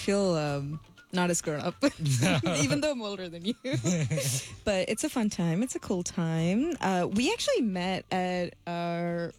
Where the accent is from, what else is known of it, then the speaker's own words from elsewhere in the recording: India; moved away; I think I was influenced by growing up in India